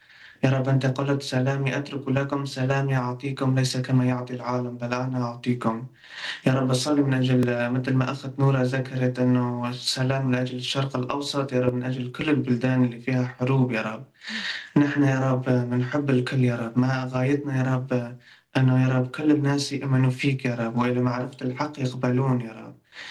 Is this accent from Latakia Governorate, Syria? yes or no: no; Afrin, Aleppo Governorate, Syria; أنا بداية … يعني وطن، أنا كردي من مدينة عفرين.